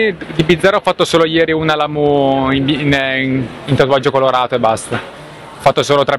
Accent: Lombardy, Italy; vengo dalla Lombardia in provincia di Lodi.

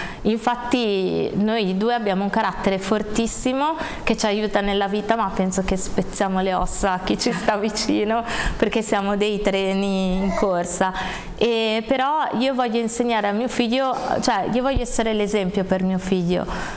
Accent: Genoa, Liguria, Italy; Io sono di Genova, quindi ho la fortuna di avere il Gaslini a due passi

